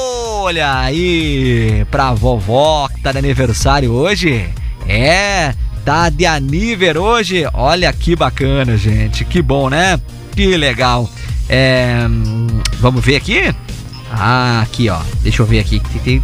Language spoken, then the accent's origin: Portuguese; Brazil; Claro que a gente é brasileiro